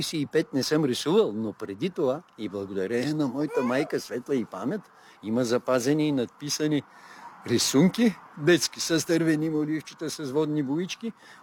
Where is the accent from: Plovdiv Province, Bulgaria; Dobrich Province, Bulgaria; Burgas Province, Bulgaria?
Dobrich Province, Bulgaria; Dobrich; born there; От град Добрич, там където съм роден. За известно време отсъствах от града по време на моята спортно-състезателна дейност и треньорска дейност, но вече от 30 и повече години си живее в Добрич.